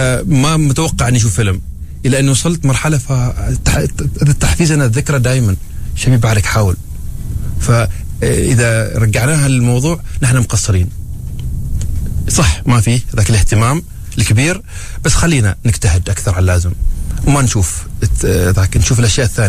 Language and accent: Arabic; Oman; قليلين ممثلين عندنا في عمان، كم واحد بس